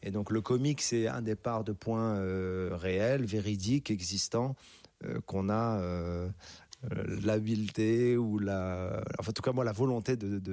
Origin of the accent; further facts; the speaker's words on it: Casablanca, Casablanca-Settat, Morocco; born there; Les révélations, la naissance, en tout cas, de ces choses-là, c'était à Casa, ouais. Je suis né à Casa et ses passions sont nées à Casa.